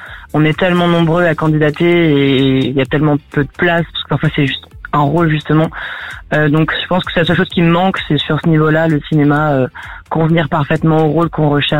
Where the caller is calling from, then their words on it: Paris, Île-de-France, France; je viens de Paris.